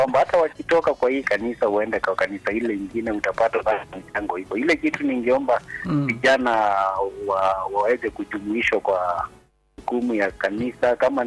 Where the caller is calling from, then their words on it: Thika, Kiambu County, Kenya; kutoka Dika Makongeni.